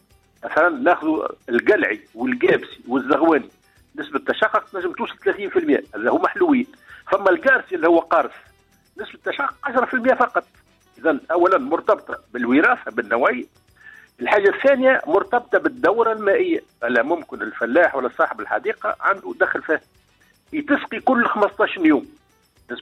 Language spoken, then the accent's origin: Arabic; Tunisia; عندنا في تونس